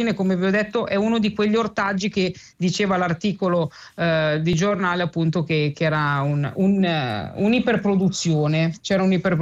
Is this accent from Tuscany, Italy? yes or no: yes; Tuscany, Italy; io Toscana, amo la tradizione